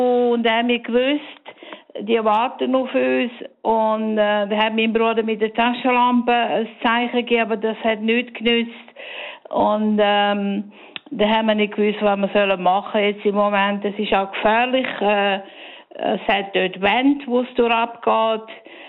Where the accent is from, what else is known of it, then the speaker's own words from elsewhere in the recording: Graubünden, Switzerland; now in Davos, Switzerland; ich bin im Engadin aufgewachsen, gross geworden